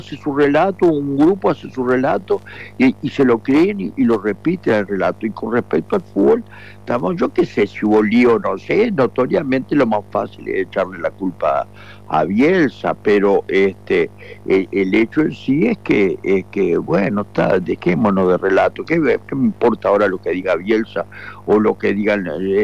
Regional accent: Uruguay; los uruguayos somos los uruguayos

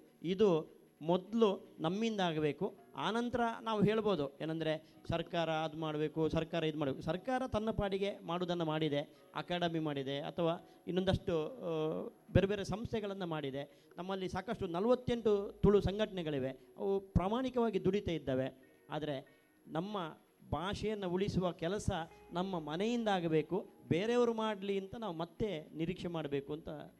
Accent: Mangalore, Karnataka, India; ನಾವು ಮಂಗಳೂರಿನವರು ಅಥವಾ ಕರಾವಳಿಯವರು

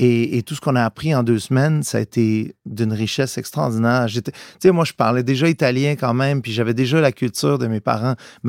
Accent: Montreal, Quebec, Canada; born there; Moi, je suis né à Montréal de parents italiens.

